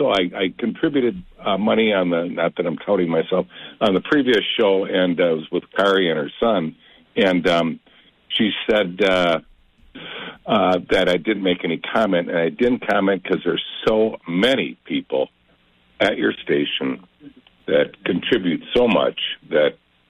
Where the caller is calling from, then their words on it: Outing, Minnesota, United States; from Outing.